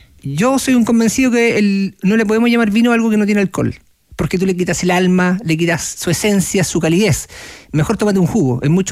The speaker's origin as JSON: {"language": "Spanish", "country": "Chile"}